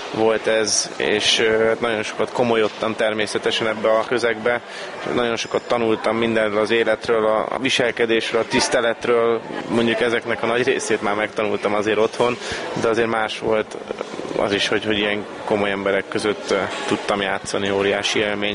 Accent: Budapest, Hungary; Egy külvárosi részen, a 16. kerületben születtem, ott is nőttem föl, és a mai napig ott vagyok.

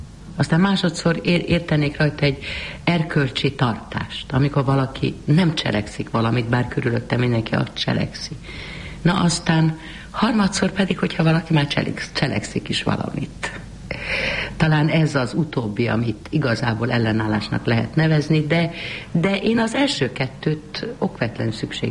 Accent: Budapest, Hungary; born there; Budapesten, de csak Kishíján. A szüleim Erdélyből jöttek ki az első világháború után, és én a nagy zűrzavarban még gyorsan Pesten megszülettem nekik.

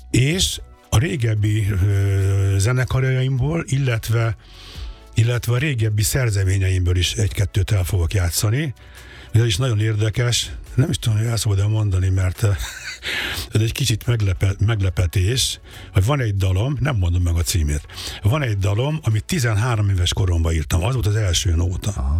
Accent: Budapest, Hungary; Hogyha megengeded, mondok egy sztorit erről, hogy én a Népstadion mellett nőttem fel a Stefánián.

